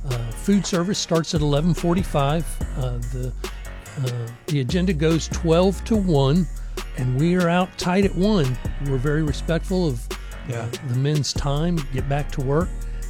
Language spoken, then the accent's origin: English; Florida, United States; He grew up in my hometown in South Florida.